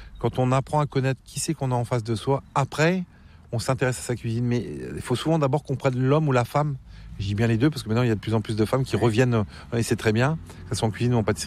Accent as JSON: {"language": "French", "town": "Plomodiern", "region": "Brittany", "country": "France", "tie": "born or raised there", "said": "le Finistère, on est dans la pointe Finistère, exactement à l'entrée de la presqu'île de Crozon, dans mon village natal qui s'appelle Plomedierne."}